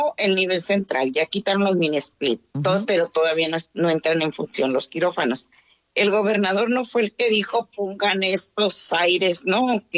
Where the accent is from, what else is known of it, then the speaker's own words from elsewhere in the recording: Sonora, Mexico; Está en Hermosillo y somos sonorenses. Aunque la realidad es que somos federales, pero estamos situados en Sonora.